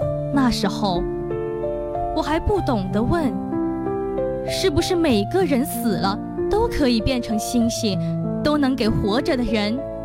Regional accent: Zhaoqing, Guangdong, China; 我系肇庆人。

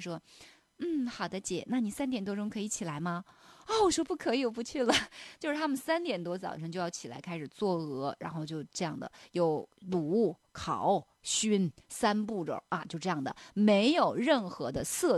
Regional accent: Heilongjiang, China; moved away; 我老家不是黑龙江吗？我那时候是每年过年的时候会回家一次，就是因为我爸我妈还在那边

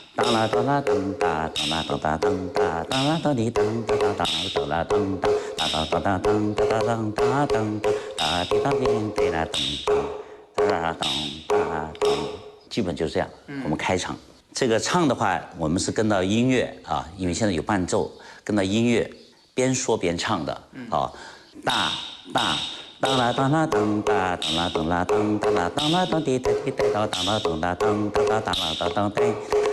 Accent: Jiangxi, China; 我们江西这边都是属于采茶戏，哦，我们的吉安采茶戏，赣南就是赣南采茶戏

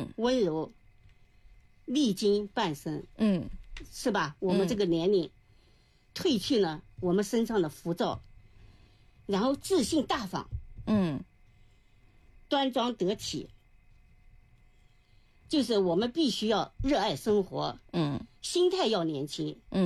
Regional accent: Bengbu, Anhui, China; 我们是安徽的嘛，对吧？是蚌埠的，是个小城市。

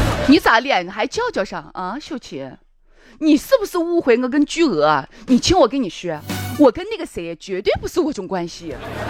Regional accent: Chang'an County, Shaanxi, China; 行不改名，坐不改姓的长安县人啊。

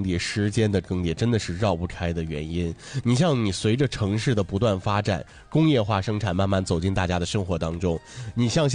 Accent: Dalian, Liaoning, China; 已经融入到了咱们大连人的这个血脉当中了

